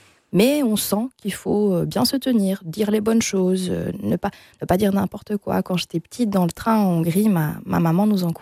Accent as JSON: {"language": "French", "country": "Belgium", "tie": "born there", "said": "Sachant que j'avais un passeport belge, parce que je suis née en Belgique."}